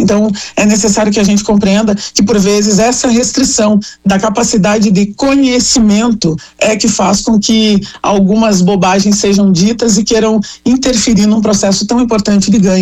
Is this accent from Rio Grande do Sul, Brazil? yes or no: yes; Porto Alegre, Rio Grande do Sul, Brazil; eu me criei eu cresci numa ocupação aqui em Porto Alegre, numa comunidade.